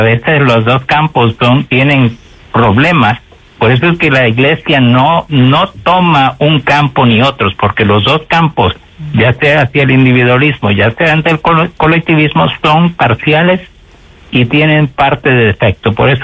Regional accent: Nicaragua; Porque yo lo comprendí incluso estando... yo soy de Nicaragua, ¿no?

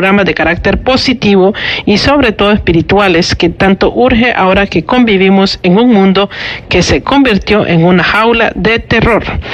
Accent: Costa Rica; De hecho, este tema ha sido tan sonado que en mi país y está el miedo que siente la gente, que incluso hay algunos que creen que este nuevo pontífice podría ser el anticristo. Desgraciadamente, Costa Rica se ha convertido en un país

